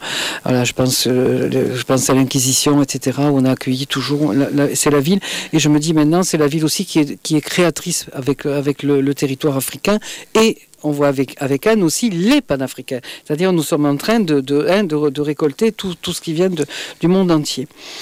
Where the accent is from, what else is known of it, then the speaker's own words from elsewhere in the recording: Montpellier, Occitanie, France; born there; j'y suis née dans cette ville, moi. … je suis née ici à Montpellier.